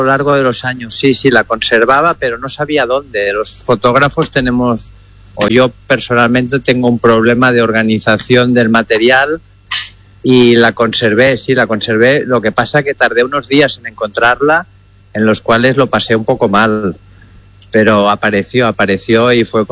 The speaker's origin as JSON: {"language": "Spanish", "region": "Catalonia", "country": "Spain", "said": "como culé, como catalán"}